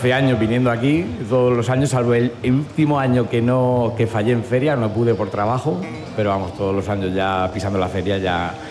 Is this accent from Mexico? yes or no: no; Torrevieja, Valencian Community, Spain; Soy de Torrevieja y vivo allí.